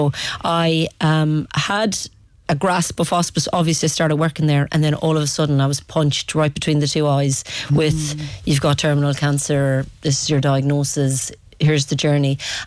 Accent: Knockmore, Connacht, Ireland; was born and bred in Knockmore GA.

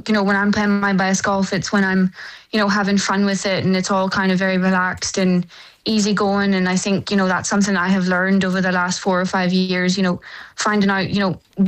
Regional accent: Ireland; being Irish and playing in your national open is always going to be very, very special.

